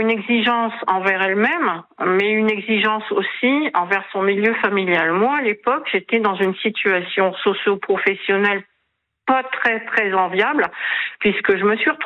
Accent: Hauts-de-France, France; Nous sommes originaires des Hauts-de-France.

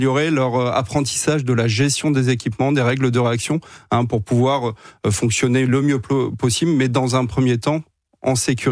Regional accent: Lille, Hauts-de-France, France; born there; Moi, je suis né à Lille

